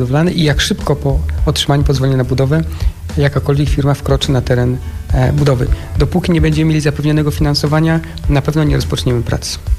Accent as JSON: {"language": "Polish", "town": "Poznań", "region": "Greater Poland Voivodeship", "country": "Poland", "tie": "born or raised there", "said": "jestem poznaniakiem i studiowałem w Poznaniu, w związku z tym mieszkałem, że tak powiem, w domu rodzinnym z rodzicami."}